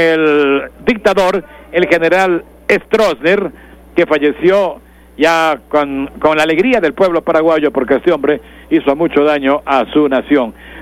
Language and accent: Spanish; Ecuador; somos periodistas de Ecuador